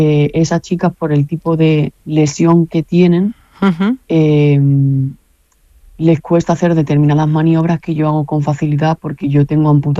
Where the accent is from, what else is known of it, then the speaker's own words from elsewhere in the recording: Málaga, Andalusia, Spain; A ver, yo soy del Mediterráneo y es verdad que la cultura que nosotros en la zona de Málaga, a lo mejor toda la zona de Andalucía, pues no es la misma